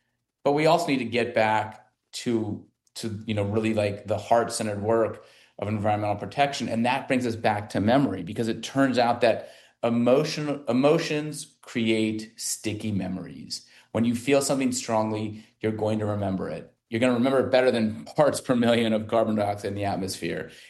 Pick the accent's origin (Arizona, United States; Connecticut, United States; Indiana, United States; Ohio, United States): Arizona, United States; born or raised there; now in Bay Area, United States